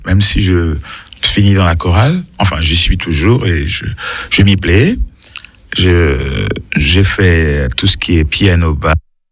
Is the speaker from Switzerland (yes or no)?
no; Republic of the Congo; born there; moved away; moi je suis né en Afrique, au Congo-Brazzaville